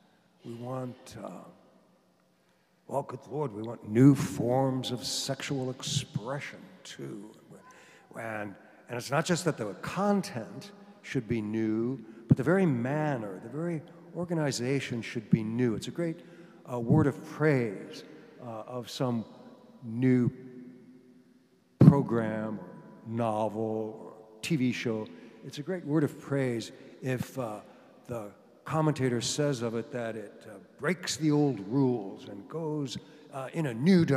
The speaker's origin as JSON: {"language": "English", "region": "Indiana", "country": "United States", "moved": "yes", "lives_now": "Florida, United States", "said": "I'm from Indiana, where things are slower"}